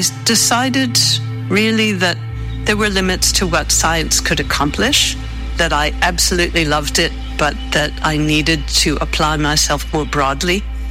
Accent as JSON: {"language": "English", "region": "New England", "country": "United States", "tie": "born or raised there", "also_born_or_lived": "Canada / Southern Africa / Namibia", "moved": "as an adult", "said": "growing up in New England, I was interested in nature and the idea that the world could be better and that we needed to help make it better. From early on, I went off to university in Canada"}